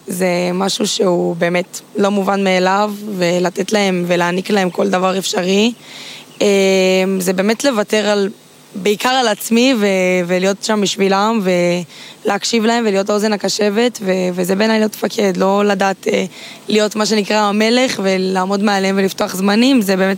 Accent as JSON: {"language": "Hebrew", "town": "Sdot Yam", "region": "Haifa District", "country": "Israel", "tie": "born or raised there", "said": "גדלתי בים, ככה ההורים שלי השרישו. הייתי הולכת הרבה לשדות ים, לחוף שם, גדלתי שם."}